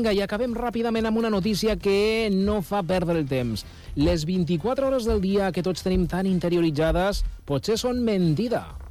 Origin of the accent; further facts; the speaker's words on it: Lleida, Catalonia, Spain; jo com a bon lleidatà